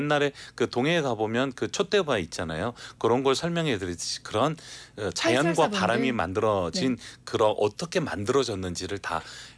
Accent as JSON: {"language": "Korean", "town": "Samcheok", "region": "Gangwon", "country": "South Korea", "tie": "born or raised there", "said": "저는 어디 출신이냐면 강원도 삼척 임원이 제 고향이에요."}